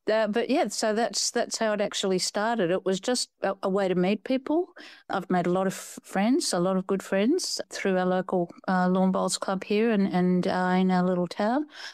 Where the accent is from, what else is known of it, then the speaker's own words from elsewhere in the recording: Papua New Guinea; But I went to boarding school. I grew up in New Guinea. I was born and brought up in New Guinea.